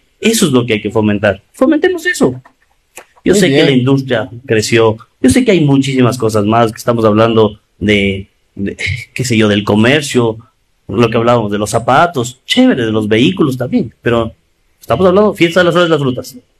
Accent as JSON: {"language": "Spanish", "town": "Ambato", "region": "Tungurahua", "country": "Ecuador", "tie": "born or raised there", "also_born_or_lived": "Quito", "accent": "Ambato arrastrada R", "said": "Ambato, mi tierra, mi corazón, mis raíces, mi R, eso. ese distintivo de... Yo pasé mucho tiempo en Quito y cuando te hablan y te dicen vos arrastras"}